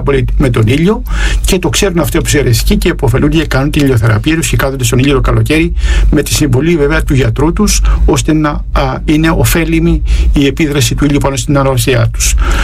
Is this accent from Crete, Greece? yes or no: no; Piraeus, Attica, Greece; τους πατριώτες μου, τους Πειραιώτες, γιατί και εγώ είμαι Πειραιώτης.